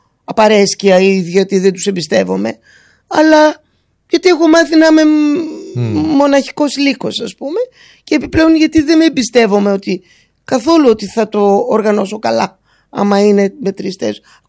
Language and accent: Greek; Greece; Είμαστε Έλληνες, έχει σημασία.